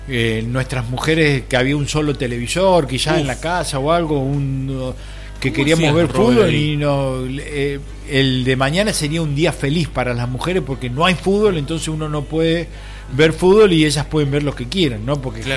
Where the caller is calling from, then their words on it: Río Negro, Argentina; soy de Río Negro